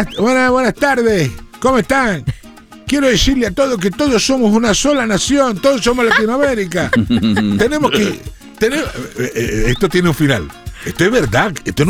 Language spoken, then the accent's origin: Spanish; Colombia; Así somos los colombianos.